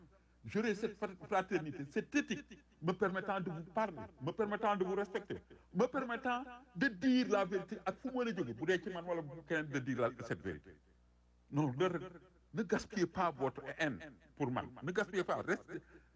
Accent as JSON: {"language": "French", "country": "Senegal", "said": "Je suis Sénégalais."}